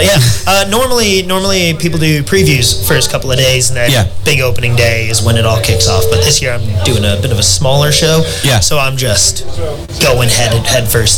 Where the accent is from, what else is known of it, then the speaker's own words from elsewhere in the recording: Calgary, Alberta, Canada; moved away as an adult; also born or lived in London; now in United Kingdom; I'm from Canada. I'm from a place called Calgary.